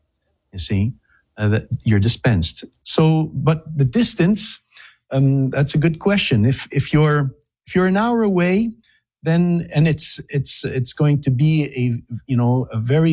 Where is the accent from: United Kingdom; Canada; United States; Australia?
Canada; Quebec; I think of Canada, for example. I'm French Canadian